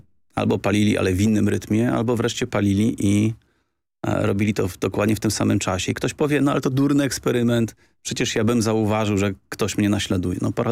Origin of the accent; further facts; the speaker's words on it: Warsaw, Masovian Voivodeship, Poland; Bo podobny, to powiem, ja też jestem z Warszawy i koniec.